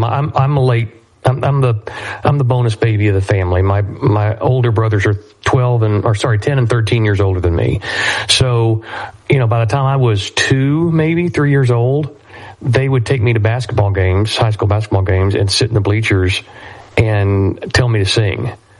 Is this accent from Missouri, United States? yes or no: no; Waco, Texas, United States; Growing up in Waco